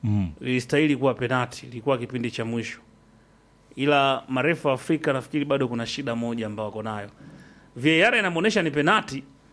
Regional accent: Tanzania; Sisemi kwa sababu mimi ni Mtanzania

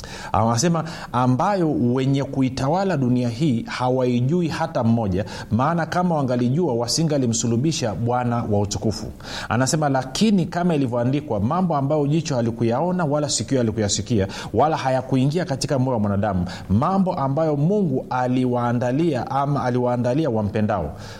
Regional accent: Monduli, Arusha, Tanzania; moved away; mimi nilikulia sehemu wanaita Monduli.

